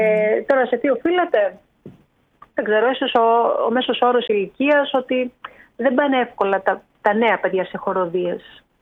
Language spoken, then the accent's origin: Greek; Agios Prokopios, Greece; Εγώ είμαι γέννημα θρέμα Αγίου του Αγίου Προκοπίου, του χωριού, είναι δηλαδή.